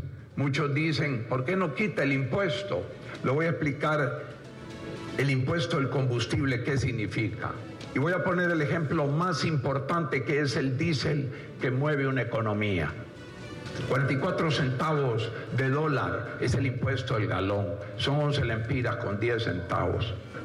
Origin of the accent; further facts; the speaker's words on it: Honduras; todos como hondureños, tenemos que poner nuestra parte.